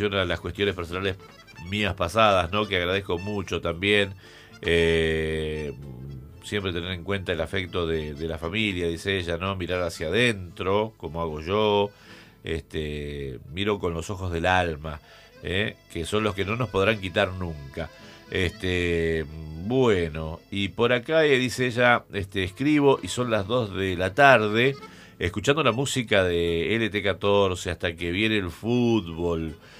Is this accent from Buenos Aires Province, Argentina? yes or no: no; Monje, Santa Fe, Argentina; Es la ciudad cabecera del departamento San Jerónimo, donde pertenece mi pueblo. Soy de Monje.